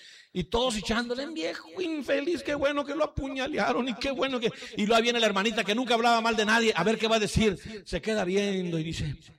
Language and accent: Spanish; Mexico; Somos ministros evangélicos mexicanos